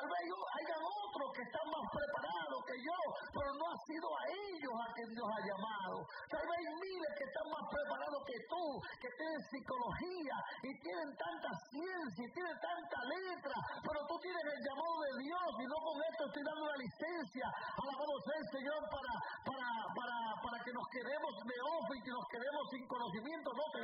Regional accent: Puerto Rico; accent: speaks with the L and the R (Puerto Rican L/R); yo soy puertorriqueño y yo hablo con la L y con la R

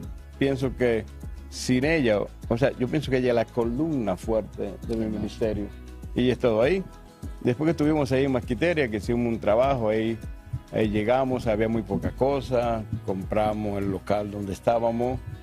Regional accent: Gaspar Hernández, Espaillat, Dominican Republic; now in Santo Domingo, Dominican Republic; En el 82, vine de Gaspar Hernández, otra vez a la capital.

